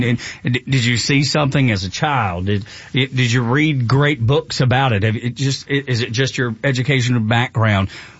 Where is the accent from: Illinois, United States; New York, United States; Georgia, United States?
Georgia, United States; Atlanta; but raised in Cobb County. So I'm one of the very few born and raised.